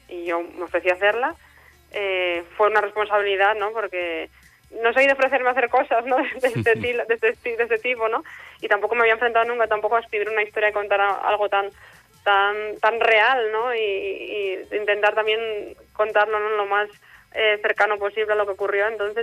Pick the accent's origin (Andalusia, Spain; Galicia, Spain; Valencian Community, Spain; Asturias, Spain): Asturias, Spain; Y a mí me sorprendió que yo no fuera, siendo sobre todo asturiana, ¿no?